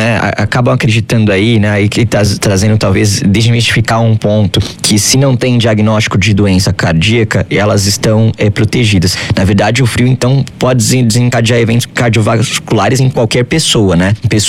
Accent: São Paulo, Brazil; now in Rio de Janeiro, Brazil; E eu tô no Rio de Janeiro, mas venho de São Paulo

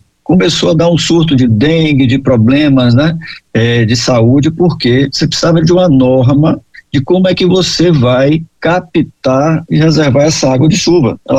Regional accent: Bahia, Brazil; eu sou do Nordeste, né, na Bahia

